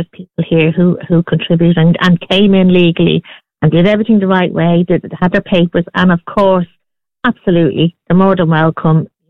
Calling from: Ireland

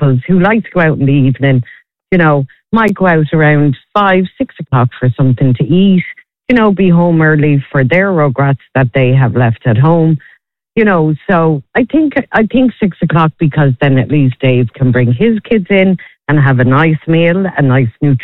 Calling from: Clare, Munster, Ireland; I'm from Clare. I know what Doolin's like. I know what a lot of those little towns are like.

